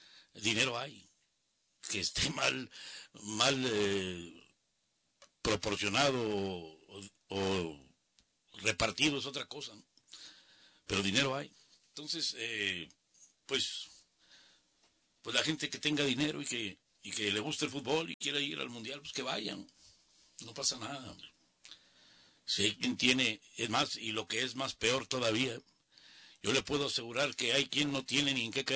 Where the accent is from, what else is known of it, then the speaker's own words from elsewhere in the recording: Mexico; así somos los mexicanos.